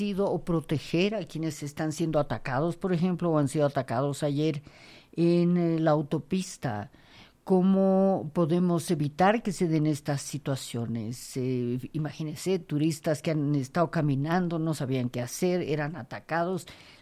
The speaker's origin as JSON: {"language": "Spanish", "country": "Bolivia", "said": "Somos también bolivianos"}